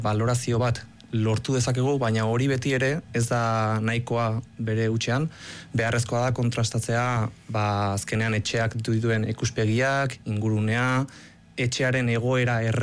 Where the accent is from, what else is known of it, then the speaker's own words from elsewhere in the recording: Hernani, Basque Country, Spain; ni hernaniarra naiz, beti herrian bizitua